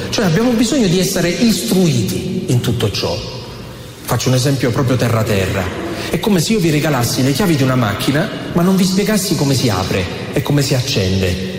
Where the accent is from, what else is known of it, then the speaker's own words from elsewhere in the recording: L'Aquila, Abruzzo, Italy; io che vengo dall'Aquila